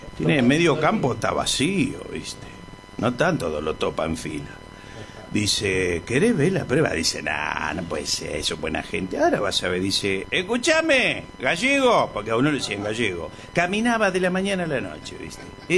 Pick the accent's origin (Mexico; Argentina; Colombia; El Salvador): Argentina; Loreto, Santiago del Estero; ¡Ese es mi pueblo! ¡El único que habla de Santiago del Estero! En Loreto tenemos un chango